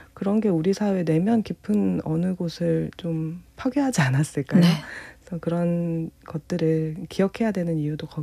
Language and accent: Korean; Gyeonggi Province, South Korea; 그뭐 경기도 인근에 있는 여러 아파트 단지와 신도시들에서 자랐었는데